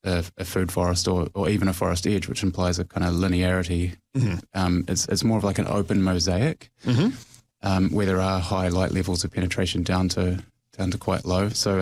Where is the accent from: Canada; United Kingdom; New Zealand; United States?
New Zealand; Dunedin, Otago; born there; I am 43 years old, I think. Yeah. I was born in Dunedin, Pākehā. My mum's from England, and my dad's whakapapa is Scottish for the most part. Moved into this property in 2008.